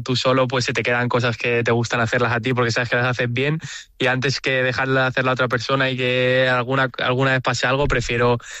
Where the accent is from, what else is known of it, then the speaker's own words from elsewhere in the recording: Spain; Bueno, siempre Rafa Nadal, ¿no? Siendo español, siempre ha sido uno de mis grandes ídolos